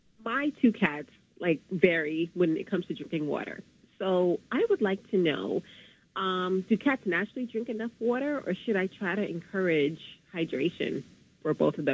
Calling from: Mount Vernon, New York, United States; I'm calling from Mount Vernon.

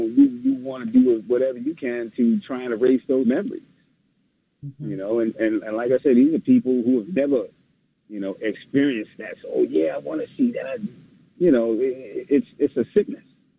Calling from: New York, United States; I'm calling from Queens.

